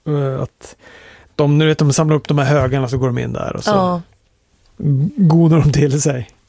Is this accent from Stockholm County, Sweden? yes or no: no; Norrbotten County, Sweden; framförallt i då södra Sunderbyn. Där jag växte upp.